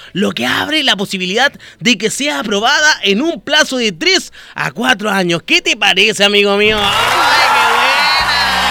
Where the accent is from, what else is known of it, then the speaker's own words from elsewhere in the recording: Chile; sería buenísimo para nosotros como los chilenos tener una vacuna así, y no, y que salga de Chile, pues, cabrón.